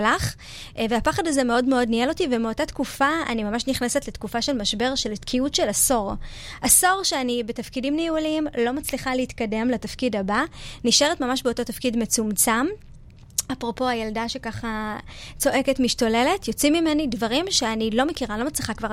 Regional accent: Ashkelon, Southern District, Israel; moved away; אני נוסעת לאשקלון להשכרה של אבא שלי, ואני מבקשת מגל, אני אומרת לו, בוא נעבור בשכונה שגדלתי

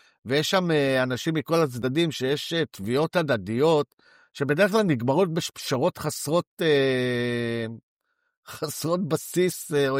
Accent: Herzliya, Tel Aviv District, Israel; אני גדלתי בהרצליה, איפה לא שכן, אבל בוא נגיד גר לידו, ליד הנשיא

